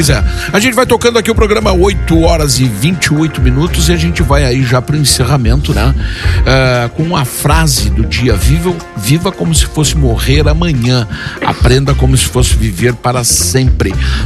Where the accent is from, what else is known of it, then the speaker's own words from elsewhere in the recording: Brazil; nós somos brasileiros